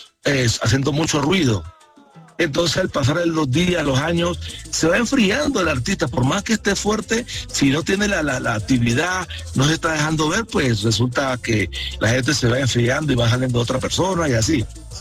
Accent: Buenaventura, Valle del Cauca, Colombia; also born or lived in Cali; now in Bogotá, Colombia; arranco en Cali, pues aprendo el arte, me voy para mi tierra, Buenaventura, y vuelvo a acá, a la ciudad de Bogotá

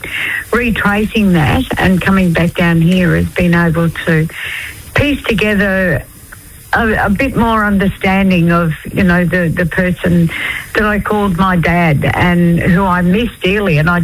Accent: Northern Territory, Australia; Yeah, look, I'm from the Tiwi Islands. Well, my mum was from the Tiwi Islands.

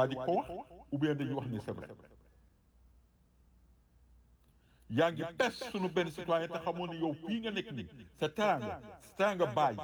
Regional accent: Senegal; en tant que Sénégalais et Noir.

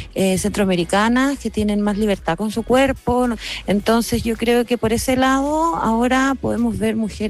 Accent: Chile

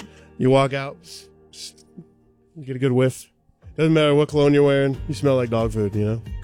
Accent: Commerce City, Colorado, United States; also born or lived in Indiana; Born in Indiana, uh-huh. But I grew up in Colorado. Uh-huh. Dad was military.

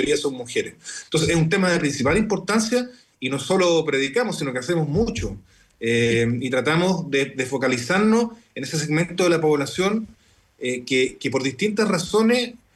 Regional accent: Chile; somos los chilenos y chilenas, quienes vivimos acá

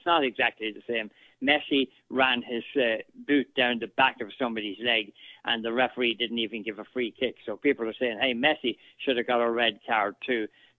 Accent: Ireland; then I'm Irish.

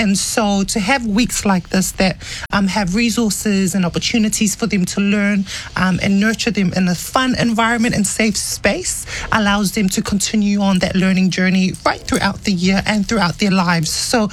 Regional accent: Cook Islands; English is a second language; now in New Zealand; I didn't know how to speak English. I learned how to speak English when I moved to Aotearoa, New Zealand. And that identified me as a Cook Islander because I was, speaking my language.

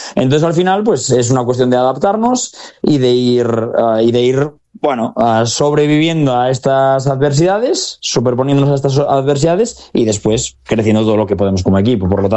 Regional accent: Galicia, Spain; para mí de afinidad al ser gallego

